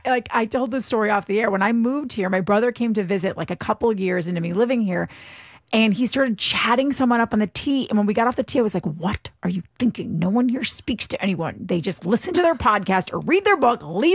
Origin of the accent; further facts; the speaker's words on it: Midwest, United States; I grew up in the Midwest.